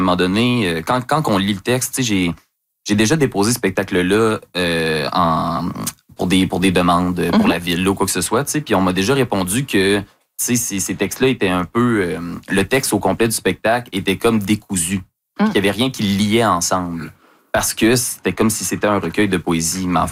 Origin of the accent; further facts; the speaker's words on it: Lévis, Quebec, Canada; Après avoir passé toute mon enfance à Lévis, en plus, là, qui est d'ailleurs